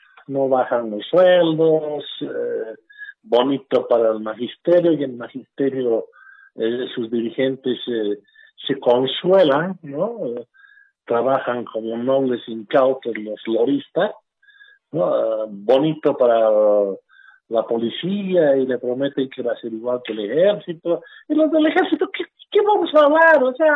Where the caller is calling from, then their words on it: El Alto, La Paz, Bolivia; de la ciudad del Alto